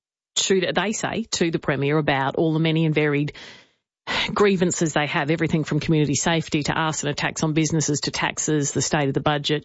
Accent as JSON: {"language": "English", "region": "Queensland", "country": "Australia", "tie": "born or raised there", "moved": "yes", "said": "That's why I don't live in Queensland. I mean, I grew up in Queensland."}